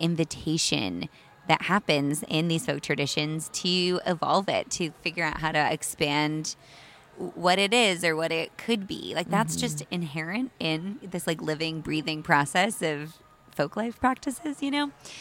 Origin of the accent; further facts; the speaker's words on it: Michigan, United States; I grew up in, you know, the Midwest. I grew up in Michigan.